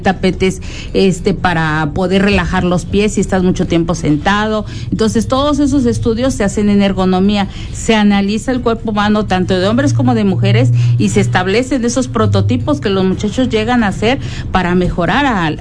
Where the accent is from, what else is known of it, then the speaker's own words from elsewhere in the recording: Orizaba, Veracruz, Mexico; soy de Orizaba